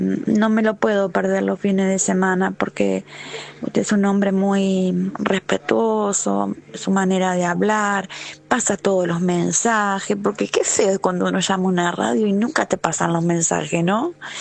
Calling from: Argentina; de San Cristóbal

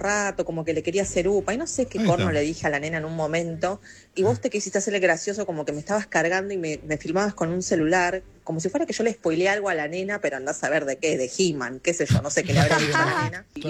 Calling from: Moreno, Buenos Aires Province, Argentina; de Moreno.

